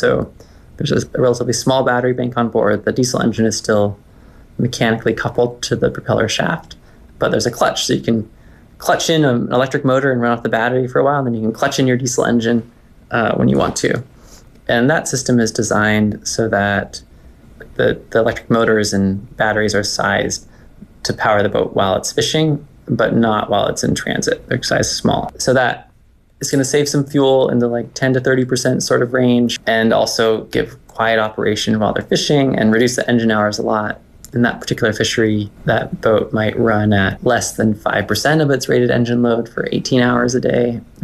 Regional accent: Haines, Alaska, United States; I grew up in Haines, and so fishing is an important industry there and also culturally important for everybody that lives there.

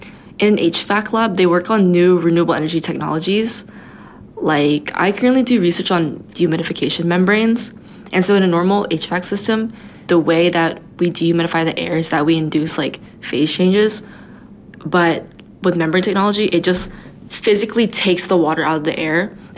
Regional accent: Houston, Texas, United States; born there; also born or lived in Austin / Seoul; now in Fairbanks, United States; I was born in Houston and I went to Austin. And before I was like in Fairbanks, I came from Seoul.

